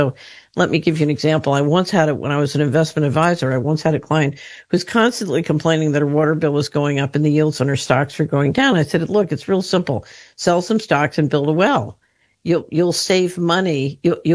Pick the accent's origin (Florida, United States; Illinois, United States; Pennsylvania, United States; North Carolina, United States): Pennsylvania, United States; Philadelphia; yeah, I grew up in West Philadelphia.